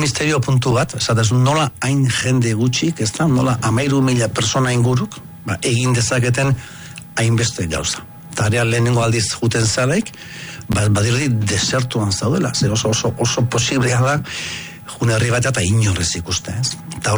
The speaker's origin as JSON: {"language": "Basque", "town": "Lasarte-Oria", "region": "Basque Country", "country": "Spain", "tie": "born there", "also_born_or_lived": "Ondarroa, Biscay", "lives_now": "Larraul, Spain", "said": "sortu nintzen Bizkaian Ondarrun, bai, baina gali ez detinu esate, baina Gipuzkura torren nintzen Lasartera, ni 8 urte nitxula, orduan ere gaztaro gehien txuna, beti lotzen dut Lasarterekin"}